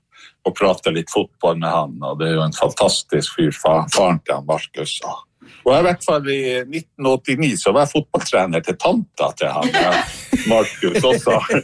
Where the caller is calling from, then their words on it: Hammerfest, Finnmark, Norway; Vi var jo var hjemme i Hammerfest